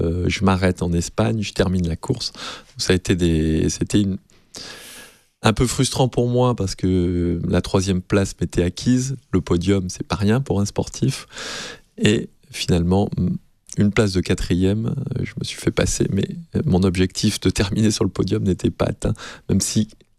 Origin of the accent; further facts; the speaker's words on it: Nice, Provence-Alpes-Côte d'Azur, France; moved away as an adult; also born or lived in Lorient; en tant que petit niçois